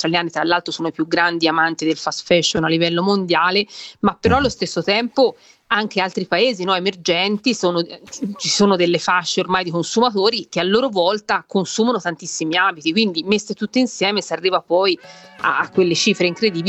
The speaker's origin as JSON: {"language": "Italian", "town": "Prato", "region": "Tuscany", "country": "Italy", "said": "Sì, adesso te lo chiedi a me che vengo da Prato, e Prato è la patria, diciamo, del riciclo della lana, no?"}